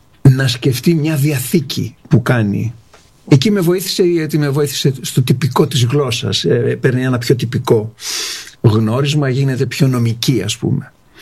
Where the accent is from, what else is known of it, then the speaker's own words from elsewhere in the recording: Athens, Attica, Greece; Μεγάλωσα στην Αθήνα. Γεννήθηκα στην Αθήνα, στο Μεταξουργείο.